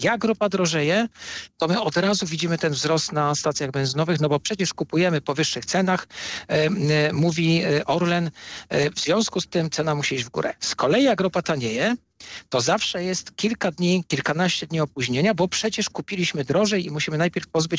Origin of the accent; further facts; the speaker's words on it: Kraków, Lesser Poland, Poland; Ja jestem z Krakowa